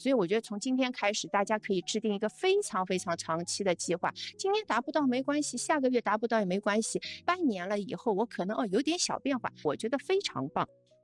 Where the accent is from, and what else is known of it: China